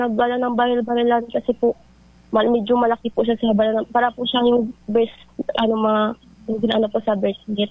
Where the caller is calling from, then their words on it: Aborlan, Mimaropa, Philippines; Taga Kabigaan po. Barangay Kabigaan. Municipality po of Aborlan.